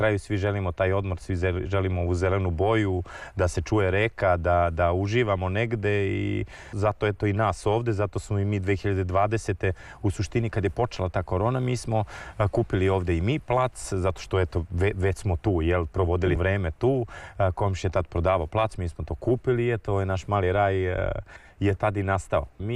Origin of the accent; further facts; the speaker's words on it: Kraljevo, Šumadija and Western Serbia, Serbia; Mi smo iz Kraljeva inače, ali pre 15-16 godina su moji roditelji ovdje kupili placa, još nekoliko prijatelja i tako su počeli, hteli su čisto napraviti neku vikendičicu malo da imamo da pobegnemo negde u prirodu